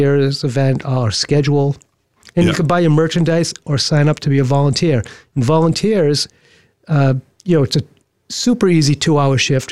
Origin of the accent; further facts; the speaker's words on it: Boston, Massachusetts, United States; I'm from Boston. My very first show, I was 14 years old, and I saw … at the Orpheum Theater in Boston.